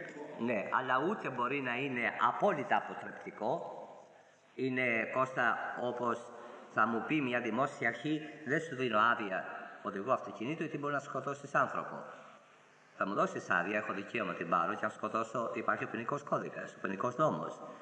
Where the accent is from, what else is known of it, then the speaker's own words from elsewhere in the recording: Greece; Είμαστε Έλληνες